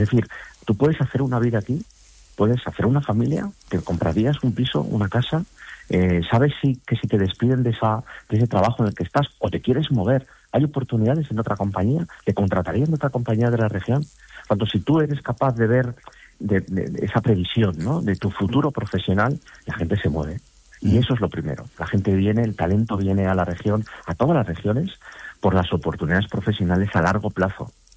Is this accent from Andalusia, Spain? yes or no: no; Asturias, Spain; moved away; yo soy asturiano, aunque llevo ya 20 años fuera